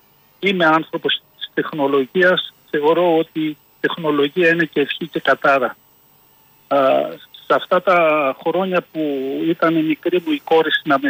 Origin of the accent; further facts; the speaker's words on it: Mantoudi, Central Greece, Greece; γεννήθηκα στο Μαντούδι, Εύβοια.